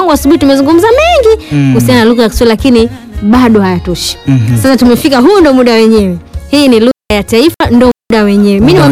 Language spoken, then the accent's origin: Swahili; Tanzania; mimi Mtanzania najisikia fahari.